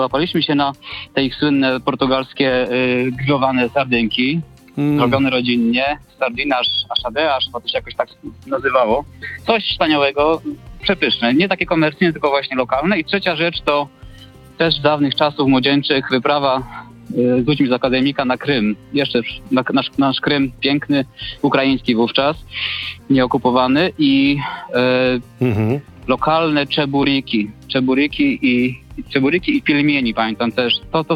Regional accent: Greater Poland Voivodeship, Poland; Mamy czy babci, nie wiem, tam u nas, bo ja z Wielkopolski, to u nas taka na przykład pojtka była, czyli taka gęsta zawiesina z jajek z ziemniakami gotowanymi w piątek na postny obiad.

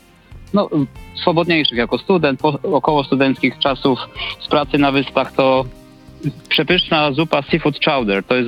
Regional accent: Greater Poland Voivodeship, Poland; Mamy czy babci, nie wiem, tam u nas, bo ja z Wielkopolski, to u nas taka na przykład pojtka była, czyli taka gęsta zawiesina z jajek z ziemniakami gotowanymi w piątek na postny obiad.

